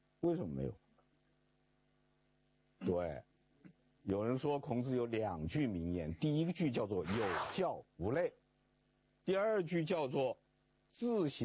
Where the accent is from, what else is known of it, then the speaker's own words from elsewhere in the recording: China; 现在我们中国人打交道嘛，